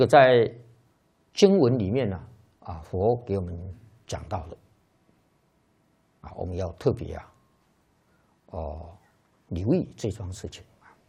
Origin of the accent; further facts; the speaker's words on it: China; 社会上的人士啊，是我们中国人啊，大概就会想到西游记